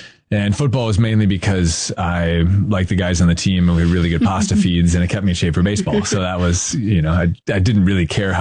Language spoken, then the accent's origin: English; Minnesota, United States; I grew up in Minnesota. I'm from the Twin Cities area, kind of northwest suburbs of the Twin Cities. And just growing up, like as a family, we went to mass every week.